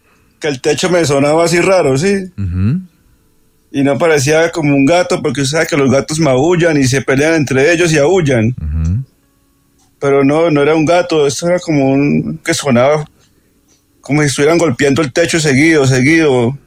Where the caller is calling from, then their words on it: Medellín, Antioquia, Colombia; Pues yo estoy acá de Medellín.